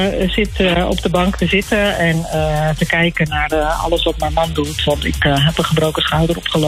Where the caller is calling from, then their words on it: Uithoorn, North Holland, Netherlands; Ik zit in Uithoorn, in de buurt van Amsterdam.